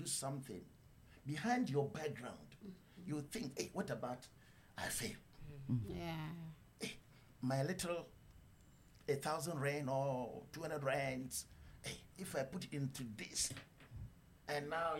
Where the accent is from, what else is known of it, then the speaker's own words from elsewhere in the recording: Nyakrom, Central Region, Ghana; also born or lived in Abodom; Yes, I'm a Ghanaian, born in Ghana.